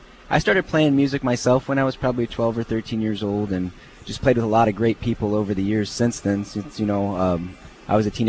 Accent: Springfield, United States; born there; We are from Springfield for the most part.

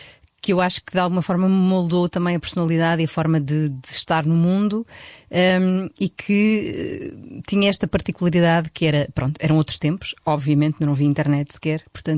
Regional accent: Loures, Lisbon, Portugal; also born or lived in Buraca; depois mudámos-nos para Loures, uma zona rural, Saloia, eu tenho muito orgulho em ser Saloia, onde cresci livremente, assim pelo campo, vivíamos no meio do mote.

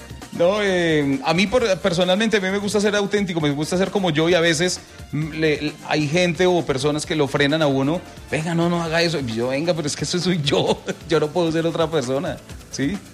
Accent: Tolima, Colombia; mi papá y mi mamá son de sangre boyacense. O sea, yo soy del Tolima, pero tengo sangre de Boyacá también.

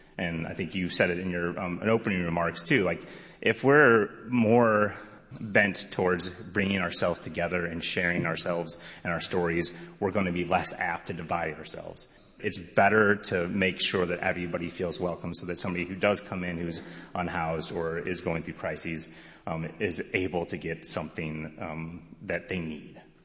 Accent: St. Louis, Missouri, United States; I am from St. Louis, Missouri. I was born and raised

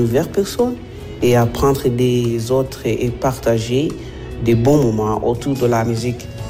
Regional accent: Rwanda; je viens du Rwanda et je suis très heureux de participer au Festival Françaisquois cette année.

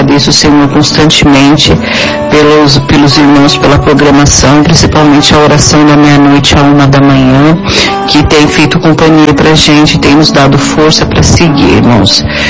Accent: São Bernardo do Campo, São Paulo, Brazil; Paz do Senhor, irmãos … sou de São Bernardo do Campo.

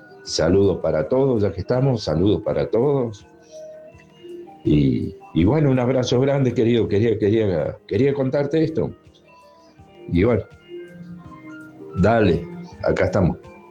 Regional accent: María Grande, Entre Ríos, Argentina; born there; also born or lived in Isidro Casanova; now in Morón, Argentina; Yo vuelo para mi pago ya, a Entre Ríos.

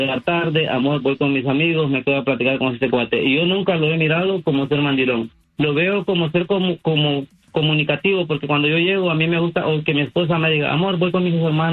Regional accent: Honduras; Sí, soy hondureño.

